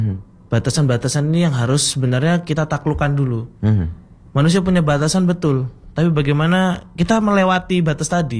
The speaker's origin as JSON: {"language": "Indonesian", "town": "Blitar", "region": "East Java", "country": "Indonesia", "tie": "born or raised there", "moved": "yes", "lives_now": "Malang, Indonesia", "said": "saya aslinya Blitar"}